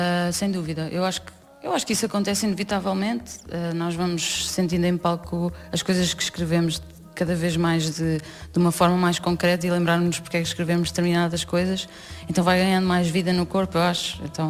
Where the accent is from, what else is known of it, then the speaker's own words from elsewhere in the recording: Lisbon, Portugal; Eu, crescendo em Lisboa, claro que ajudou eu ir a festivais a vida toda